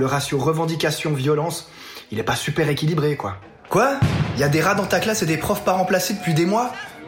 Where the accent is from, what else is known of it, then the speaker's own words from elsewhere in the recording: Switzerland; En tant que Suisse